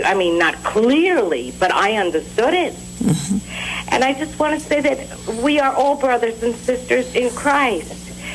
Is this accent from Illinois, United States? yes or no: no; New Jersey, United States; I'm from New Jersey